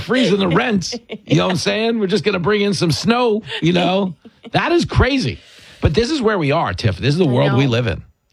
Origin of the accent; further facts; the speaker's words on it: Levittown, United States; Where I grew up in Levittown